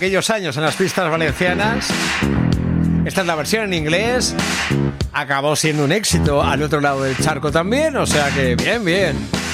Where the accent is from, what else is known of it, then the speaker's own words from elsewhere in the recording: Argentina; A ver, pues yo soy argentino y con Argentina, ¿vale?